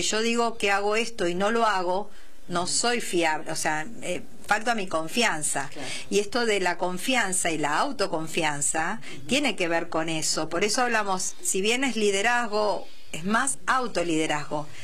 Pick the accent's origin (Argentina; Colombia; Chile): Argentina; Quilmes, Buenos Aires Province; estamos acá, somos de Quilmes. Y queremos fomentar todo esto en nuestra zona, ¿no?